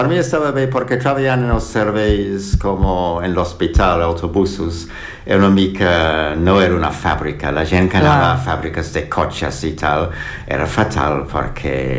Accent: London, United Kingdom; Catalan is a second language; moved away as an adult; jo vaig néixer a Londres, però no vaig viure de nen en el centre de Londres. Vivíem en un en el metro de Londres, però a uns 30 quilòmetres del centre, no?

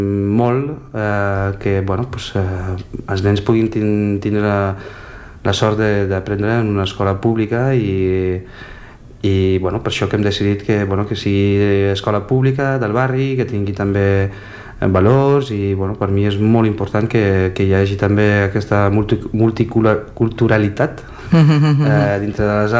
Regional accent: Valencia, Valencian Community, Spain; now in Barcelona, Spain; vaig conèixer la meva parella, que és francesa, però la vaig conèixer al meu poble, a València

